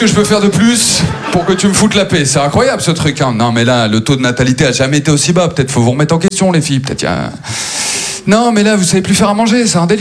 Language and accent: French; Maubeuge, Hauts-de-France, France; born or raised there